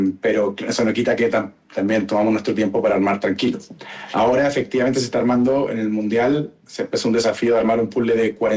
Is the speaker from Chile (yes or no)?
yes; Chile; En esta oportunidad somos cuatro chilenos, los tres que estamos presentes aquí